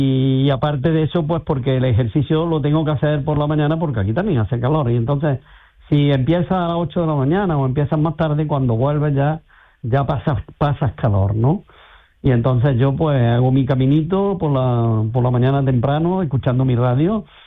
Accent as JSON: {"language": "Spanish", "town": "Córdoba", "region": "Andalusia", "country": "Spain", "said": "porque yo vivo en Córdoba, soy de Córdoba."}